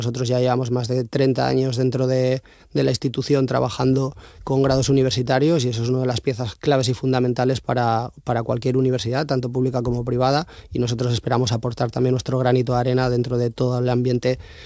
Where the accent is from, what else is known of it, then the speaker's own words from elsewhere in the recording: Asturias, Spain; Hasta el 97% de nosotros somos asturianos, no solo el equipo docente, sino también todo el equipo administrativo que está alrededor.